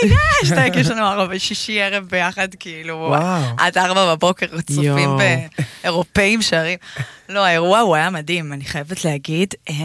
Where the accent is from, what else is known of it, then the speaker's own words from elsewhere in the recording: Gan Yavne, Central District, Israel; born there; כילדה גדלתי זמרת וזה, וידעתי שאני כזה בגן יבנה